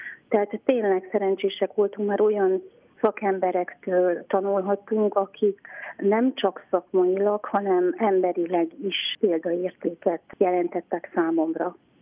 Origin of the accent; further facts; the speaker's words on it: Romania; nem kaptam karácsonyi pénzt, mert román vagyok, nem kaptam kollégiumi pótlékot, mert román vagyok